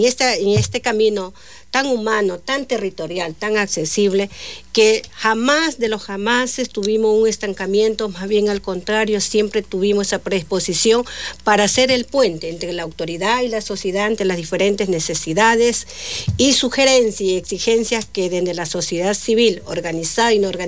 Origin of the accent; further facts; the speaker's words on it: Ecuador; somos diferentes provincias del país, pero somos ecuatorianos